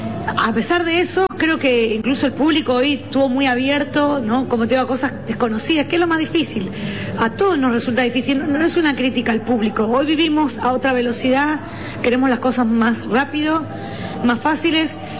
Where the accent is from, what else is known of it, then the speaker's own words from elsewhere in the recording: Santa Fe, Argentina; Yo soy santafesina y para mí haberme criado escuchando … es, como decís, es parte de lo que a mí me representa.